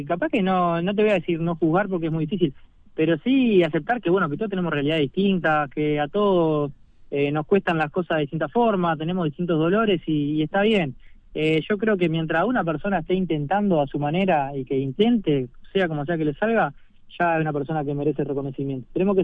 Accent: Uruguay

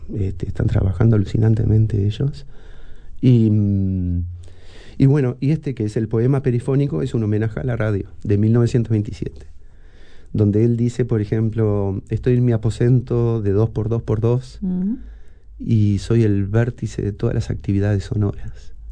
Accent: Paysandú, Uruguay; also born or lived in Mercedes / Fray Bentos; Mi infancia fue en Paysandú.

